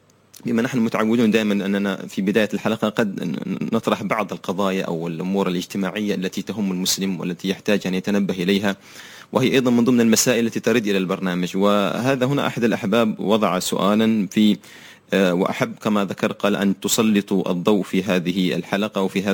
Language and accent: Arabic; Tarim, Hadramawt, Yemen; بلدتنا بلدة تريم